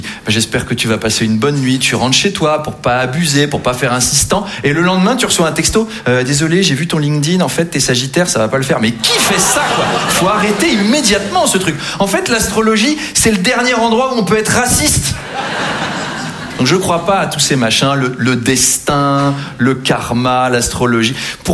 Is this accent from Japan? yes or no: no; Versailles, Île-de-France, France; born or raised there